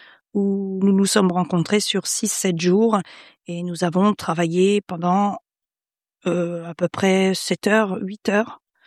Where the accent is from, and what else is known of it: Grand Est, France